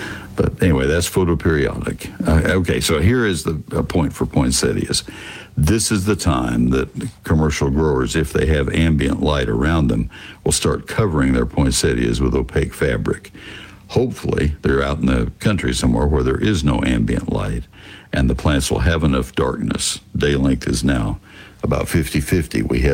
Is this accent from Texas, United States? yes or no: yes; Texas, United States; I grew up in Texas, but my degrees are both from Ohio State